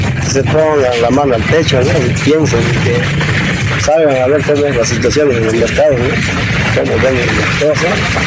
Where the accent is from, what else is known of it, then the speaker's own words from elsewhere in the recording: Caigua, Tarija, Bolivia; Yo vengo de Caigua.